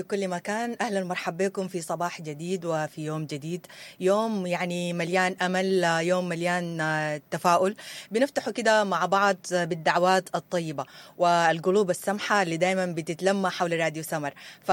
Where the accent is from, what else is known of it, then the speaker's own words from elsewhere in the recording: Sudan; moved away; إحنا عندنا كده طقوس كده صباحية بنعملها كسودانيين